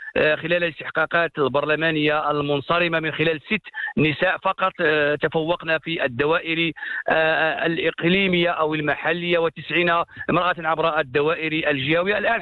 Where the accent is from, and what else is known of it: Morocco